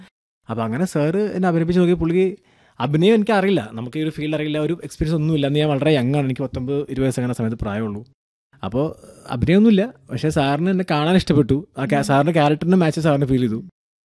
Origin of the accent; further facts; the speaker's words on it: Tanur, Kerala, India; ഞാൻ ഒരു മലപ്പുറംകാരനാണ്, എൻ്റെ നാട് മലപ്പുറം താന്നൂരുണ്ട് നാട്.